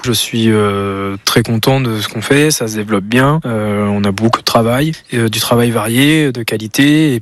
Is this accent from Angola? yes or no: no; Laval, Pays de la Loire, France; Je suis mayennais, je suis d'origine de Laval, dans le 53.